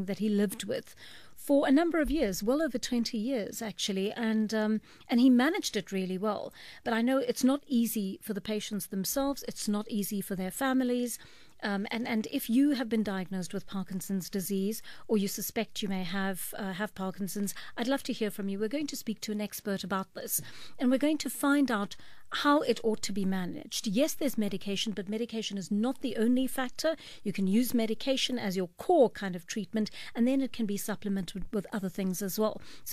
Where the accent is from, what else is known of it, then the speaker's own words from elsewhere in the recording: Durban, KwaZulu-Natal, South Africa; And what better place, I think, to hold it than Durban? Completely biased, of course, because it's my hometown.